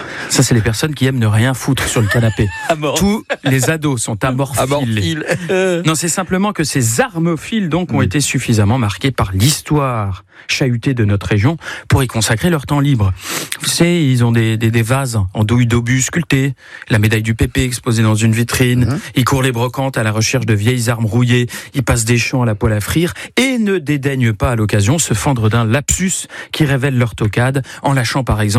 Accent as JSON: {"language": "French", "region": "Grand Est", "country": "France", "said": "par chez nous"}